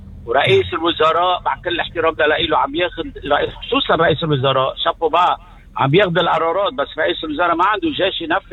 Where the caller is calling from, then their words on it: Lebanon; أنا هيدا رأيي كلبناني لأنه عم بتعذب نحن بلبنان